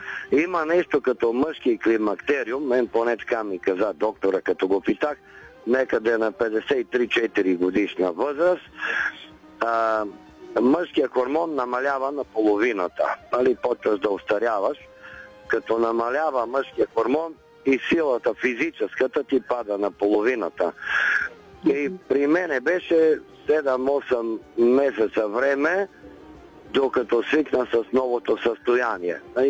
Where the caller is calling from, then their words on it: Valchedram, Montana Province, Bulgaria; от Вълчедръм.